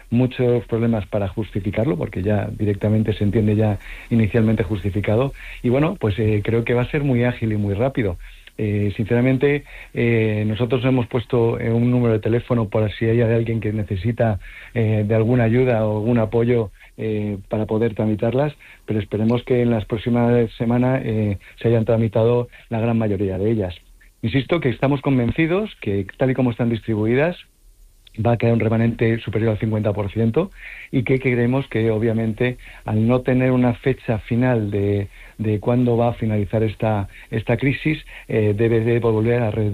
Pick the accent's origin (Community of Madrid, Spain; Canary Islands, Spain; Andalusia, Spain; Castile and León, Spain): Community of Madrid, Spain; yo soy madrileño, yo conocí Ceuta cuando en el año 2001 y me quedé profundamente enamorado